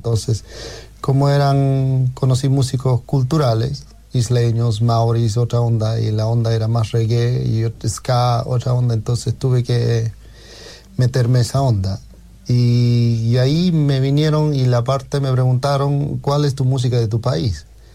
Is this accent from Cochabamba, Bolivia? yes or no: yes; Cochabamba, Bolivia; moved away as an adult; Bueno, yo vengo de la parte de Cochabamba, del capital gastronómico, y había la guerra del agua.